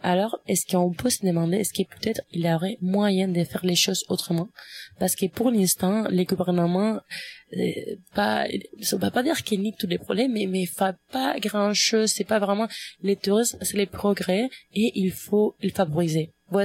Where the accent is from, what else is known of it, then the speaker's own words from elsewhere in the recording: Spain; now in Canada; Moi, je viens de l'Espagne, qui c'est quand même une monarchie parlementaire.